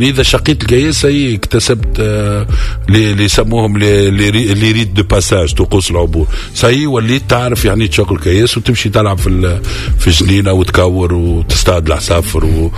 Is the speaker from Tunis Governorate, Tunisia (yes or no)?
yes; Tunis, Tunis Governorate, Tunisia; حومتي القديمة